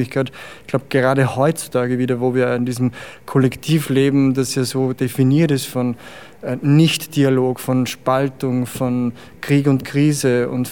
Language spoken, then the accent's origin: German; Andorf, Upper Austria, Austria; moved away; also born or lived in Vienna / Brussels; Also ich bin selber am Land aufgewachsen in Oberösterreich, also Andorf, Innviertel